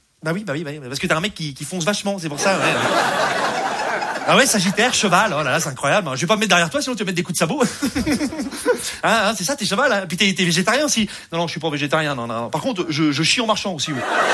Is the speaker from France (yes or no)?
yes; Rouen, Normandy, France